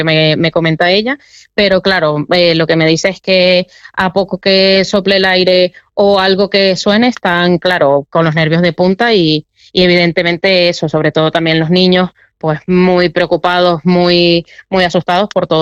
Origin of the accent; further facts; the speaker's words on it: Venezuela; now in León, Spain; la verdad que nosotros como venezolanos estando fuera somos bastante unidos